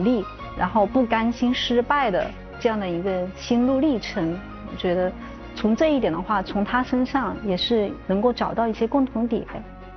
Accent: China; 我自己作为一个中国人的话，那做这个行业已经很多年了，也是非常希望也很支持由我们中国人来做一个中国人自己的一个比较好的一个品牌。

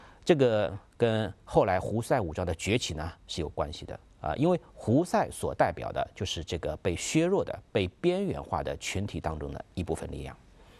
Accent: China; 我们中国人

